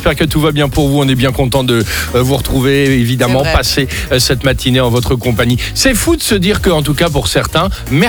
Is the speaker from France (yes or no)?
yes; Marseille, Provence-Alpes-Côte d'Azur, France; Chez moi, à Marseille.